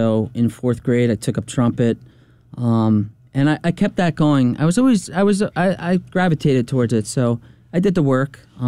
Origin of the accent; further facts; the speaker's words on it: Sparta, New Jersey, United States; I grew up in Sparta, New Jersey.